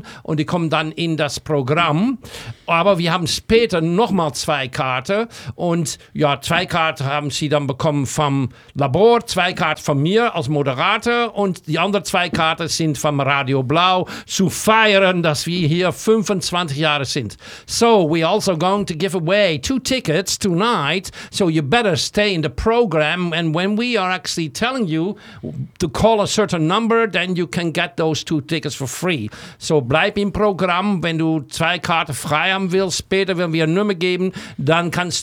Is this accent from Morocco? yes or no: no; Amsterdam, North Holland, Netherlands; Ich komme aus Amsterdam.